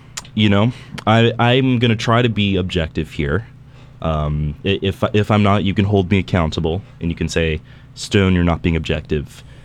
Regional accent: South Carolina, United States; he's probably like one of the other few South Carolinians who's been to Argentina.

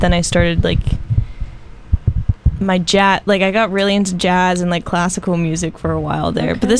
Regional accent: Greenville, United States; they came to my hometown, right, in Greenville

